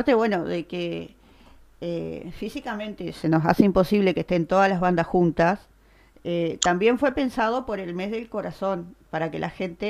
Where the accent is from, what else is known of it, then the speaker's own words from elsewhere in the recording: Aiguá, Maldonado, Uruguay; now in Maldonado, Uruguay; yo no soy de acá, de Maldonado, de la ciudad, yo soy de Aigua, y vivo hace 20 y tantos años acá, y hacía 20 y tantos años que no veía la banda de mi pueblo tocar, que es hermosa, aparte.